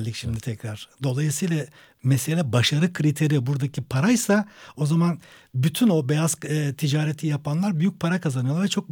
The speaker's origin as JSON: {"language": "Turkish", "town": "Çan", "region": "Çanakkale", "country": "Turkey", "tie": "born there", "said": "sadece doğduğum kasaba, Çanakkale'nin Çan ilçesindeki yerel bir muhabir var"}